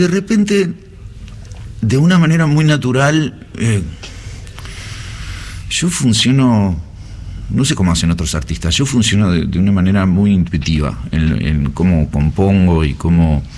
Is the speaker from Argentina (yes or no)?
yes; Grand Bourg, Buenos Aires Province, Argentina; De Granbur. Y en Granbur había muchas colonias. Y una colonia importante era santiagueña.